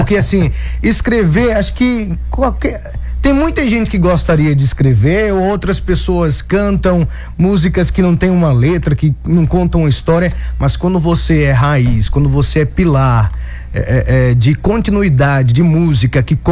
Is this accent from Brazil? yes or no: yes; Northeast Region, Brazil; moved away; eu sou lá do Nordeste, né?